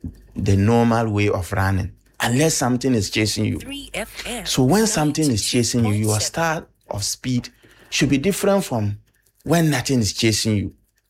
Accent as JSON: {"language": "English", "region": "North East Region", "country": "Ghana", "said": "I am from Northeast region."}